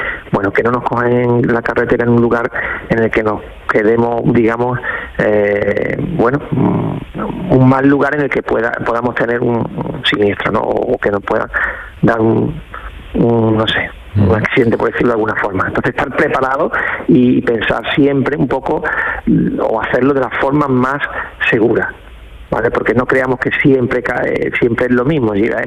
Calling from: Dos Hermanas, Andalusia, Spain; A ver, desde Dos Hermanas, Sevilla.

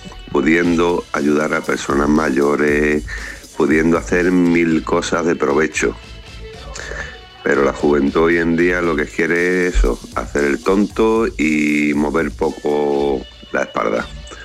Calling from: Málaga, Andalusia, Spain; de Málaga

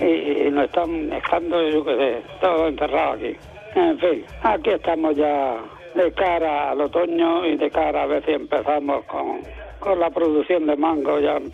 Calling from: Almuñécar, Andalusia, Spain; de Almuñécar.

